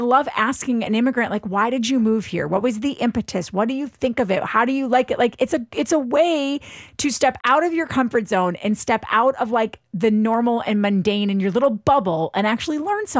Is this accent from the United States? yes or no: yes; Midwest, United States; now in Boston, United States; I've noticed that here as a Midwesterner.